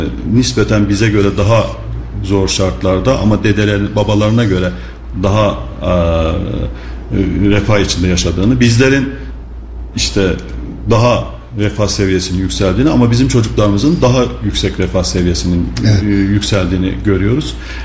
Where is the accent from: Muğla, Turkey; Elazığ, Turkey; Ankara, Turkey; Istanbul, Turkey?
Muğla, Turkey; Marmaris; born there; Şimdi benim Muğla Marmaris doğumluyum.